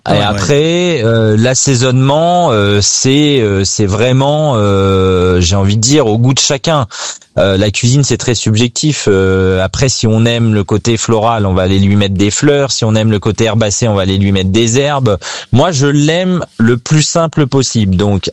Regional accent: Normandy, France; parce que je suis normand et que j'adore l'acidité.

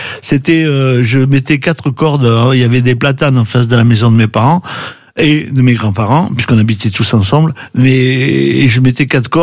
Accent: Avignon, Provence-Alpes-Côte d'Azur, France; also born or lived in Lyon; mon papa lui était de Lyon, donc je suis né à Lyon, mais j'ai grandi à Avignon parce que j'étais mieux dans ma famille italienne que dans ma famille lyonnaise.

